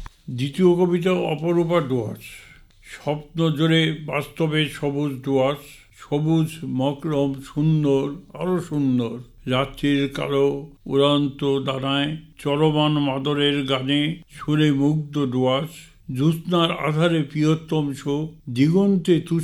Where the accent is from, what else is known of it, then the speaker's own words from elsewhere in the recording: West Bengal, India; আমি ডুয়ার্সের ভূমিপুত্র হিসাবে